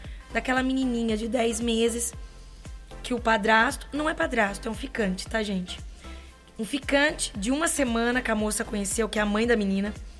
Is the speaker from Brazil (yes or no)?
yes; Brazil; eu sendo brasileira